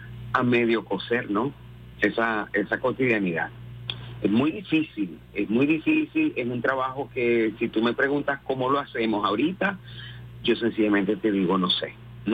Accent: Venezuela; del sentido de pueblo que tenemos como venezolanos y venezolanas

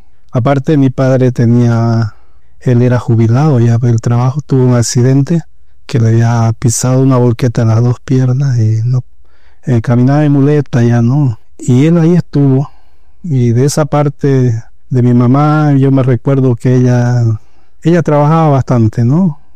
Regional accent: El Torno, Santa Cruz, Bolivia; Prácticamente yo me crié acá en el Torno con mis hermanos. Yo el día que reconozco ya me acuerdo de acá del Torno nomás. Yo acá nací.

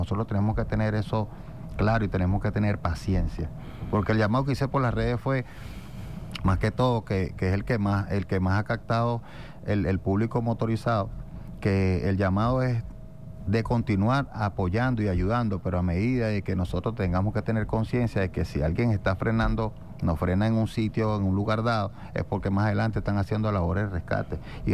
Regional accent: Venezuela

